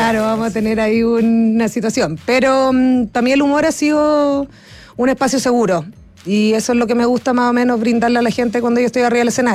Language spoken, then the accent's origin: Spanish; Chile